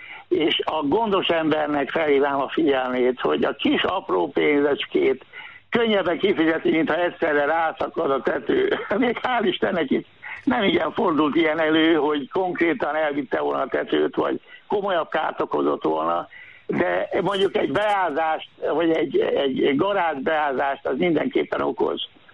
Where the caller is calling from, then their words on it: Sátoraljaújhely, Borsod-Abaúj-Zemplén, Hungary; én Sátoraljújhelyből vagyok, szólok itt. Van 9 hegy, aminek a középpontjában egy völgybe fekszik ez a város. Egy fele Szlovákiához tartozik, a másik fele Magyarország.